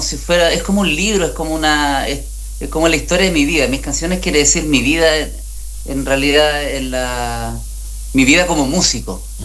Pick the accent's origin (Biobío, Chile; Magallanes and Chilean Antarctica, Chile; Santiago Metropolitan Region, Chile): Biobío, Chile; Talcahuano; moved away; also born or lived in Concepción / Hualpén; Concepción ciudad, yo nací en Talcahuano específicamente en realidad.